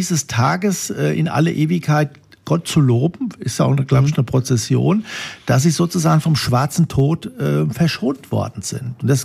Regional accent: Hesse, Germany; ich bin ja nicht, also ich komme aus dem Taunus, da ist das jetzt nicht so eine dolle Sache mit der Fasnacht

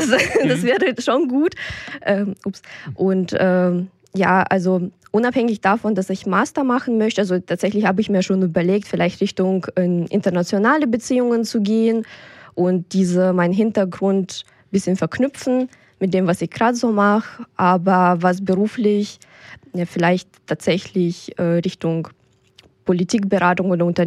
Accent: Kazakhstan; German is a second language; now in Rüsselsheim, Germany; Freunde finden, Sprache lernen, weil ich komme tatsächlich aus Kasachstan und da war es das erste Jahr, man muss erstmal die Grundlagen schaffen

